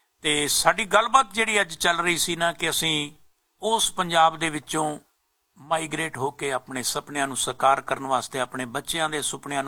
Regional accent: Punjab, India; moved away as an adult; ਸਾਡੇ ਉਸ ਦੇਸ਼ ਦੇ ਬਾਰੇ, ਸਾਡੇ ਉਸ ਪੰਜਾਬ ਦੇ ਬਾਰੇ ਜਿੱਥੋਂ ਅਸੀਂ ਆਏ ਹਾਂ, ਜਿੱਥੇ ਸਾਡਾ ਬਚਪਨ ਬੀਤਿਆ, ਜਿੱਥੇ ਸਾਡਾ ਜਨਮ ਹੋਇਆ, ਜਿੱਥੇ ਅਸੀਂ ਜ਼ਿੰਦਗੀ ਦਾ ਬਹੁਤ ਸਾਰਾ ਸਮਾਂ ਗੁਜ਼ਾਰਿਆ

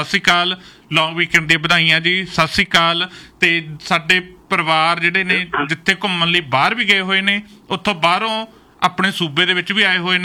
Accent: Barnala, Punjab, India; ਮੈਂ ਬਰਨਾਲੇ ਤੋਂ ਬਿਲੋਂਗ ਕਰਦਾ, ਮਾਲਵੇ ਤੋਂ ਬਿਲੋਂਗ ਕਰਦਾ

